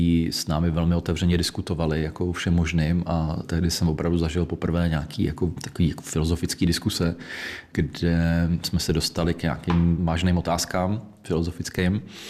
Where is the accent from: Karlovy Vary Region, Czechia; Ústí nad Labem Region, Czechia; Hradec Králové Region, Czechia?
Karlovy Vary Region, Czechia; Karlovy Vary; protože jsem byl taky z Karlových Varů, z malého města, tak tam jako nebyly nějak moc rozšířené disidentské struktury